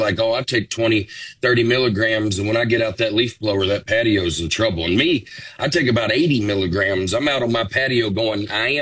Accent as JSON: {"language": "English", "town": "Harvest", "region": "Alabama", "country": "United States", "tie": "born or raised there", "said": "I mean, I grew up out in Harvest, Alabama."}